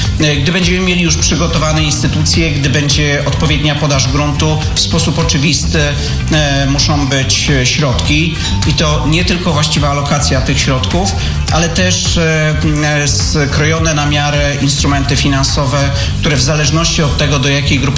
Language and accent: Polish; Greater Poland Voivodeship, Poland; Jako Wielkopolanin chciałbym, żeby wielkopolskie samorządy z tej wiedzy korzystały.